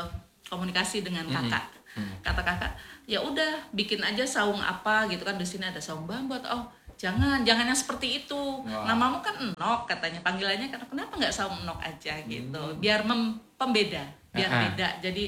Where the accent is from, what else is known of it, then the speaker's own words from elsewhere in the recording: Bandung, West Java, Indonesia; Ya, karena saya kan dari Bandung.